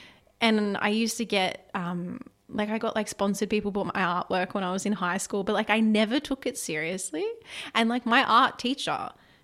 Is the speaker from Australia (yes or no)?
yes; Australia; I'm Australian.